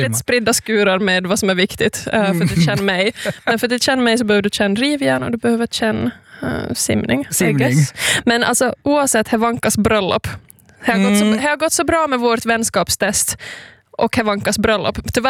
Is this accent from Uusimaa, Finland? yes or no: no; Jakobstad, Ostrobothnia, Finland; Jag har mycket fördomar och mycket kärlek mot min hemstad